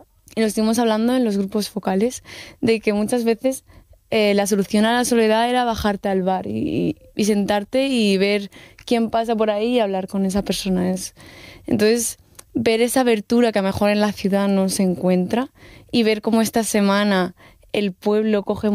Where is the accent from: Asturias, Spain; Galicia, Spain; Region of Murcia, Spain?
Region of Murcia, Spain; Murcia; Pues, por ejemplo, yo vengo de Murcia, que no es una ciudad muy grande, pero sigue siendo una ciudad